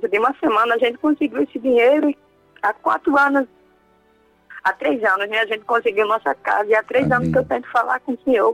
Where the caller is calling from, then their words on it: Itaipu, Rio Grande do Norte, Brazil; Eu falo de Itaipu, Rio Grande do Norte.